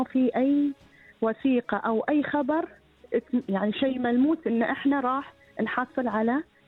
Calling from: Northern Governorate, Bahrain; إحنا شمالية.

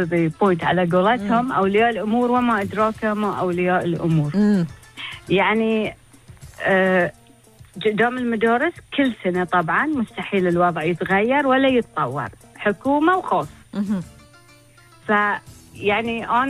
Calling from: Bahrain; إحنا بحرينيين

